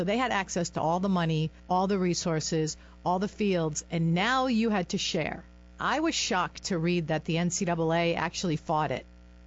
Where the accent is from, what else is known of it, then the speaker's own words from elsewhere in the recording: Cranston, Rhode Island, United States; I grew up in Cranston, Rhode Island